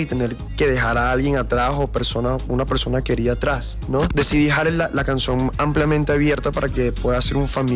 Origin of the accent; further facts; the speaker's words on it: Venezuela; moved away as an adult; me tocó obviamente dejarla de Venezuela, me fui de Venezuela para buscar un mejor futuro.